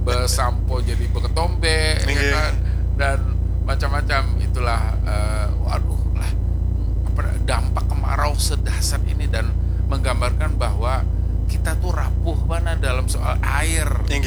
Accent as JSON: {"language": "Indonesian", "region": "Kalimantan", "country": "Indonesia", "said": "asap ini karena ajab Tuhan kepada kita warga Kalimantan."}